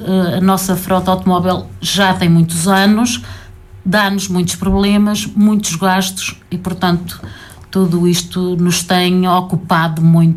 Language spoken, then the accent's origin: Portuguese; Portugal; Eu sou nascida e criada em Melheirós de Poiares.